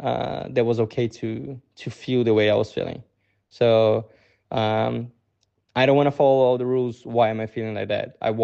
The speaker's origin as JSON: {"language": "English", "region": "São Paulo", "country": "Brazil", "tie": "born or raised there", "said": "And at that time, I was being someone born and raised in Sao Paulo."}